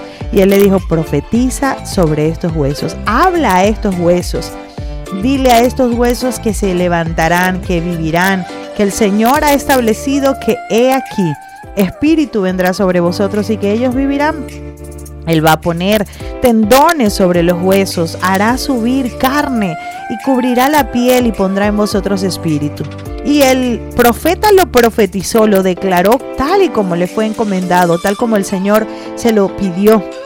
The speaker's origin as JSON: {"language": "Spanish", "country": "Venezuela", "said": "nosotros como venezolanos estamos clamando"}